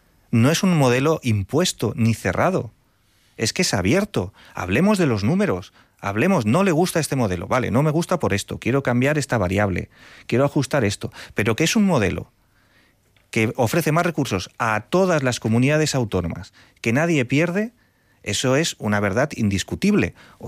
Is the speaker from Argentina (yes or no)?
no; Valencia, Valencian Community, Spain; Bueno, yo es que, de verdad, yo soy de Valencia. He sido responsable de Hacienda en la Generalitat Valenciana